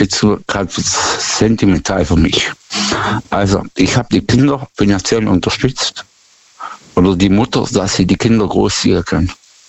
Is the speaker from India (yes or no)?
no; Baden-Württemberg, Germany; Ja, da wo die Zehntausender von der Schwäbische Alb sind.